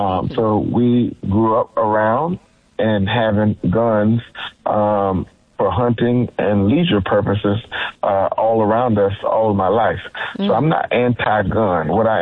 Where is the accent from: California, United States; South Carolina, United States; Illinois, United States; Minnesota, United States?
South Carolina, United States; In many states, like my home state of South Carolina and across the country